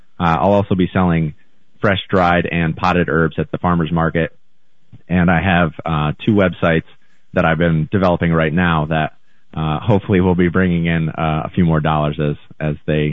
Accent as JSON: {"language": "English", "region": "Connecticut", "country": "United States", "tie": "born or raised there", "moved": "as an adult", "said": "I grew up in Connecticut, moved to New York City, and at first I loved it."}